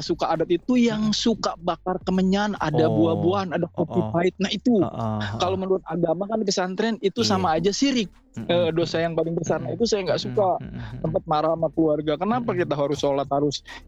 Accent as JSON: {"language": "Indonesian", "region": "West Java", "country": "Indonesia", "said": "saya sangat menghargai budaya karena saya orang Sunda gitu kan"}